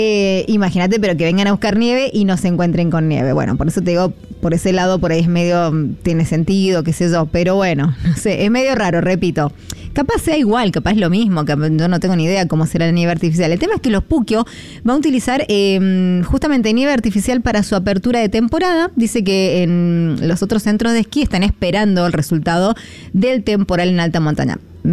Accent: Mendoza, Argentina; nosotros qué podemos hacer como mendocinos

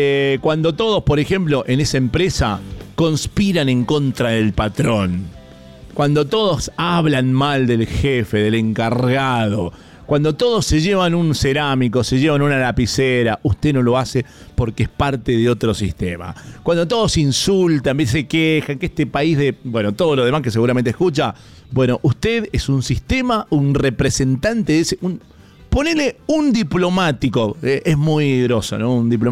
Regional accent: Argentina; somos argentinos obviamente

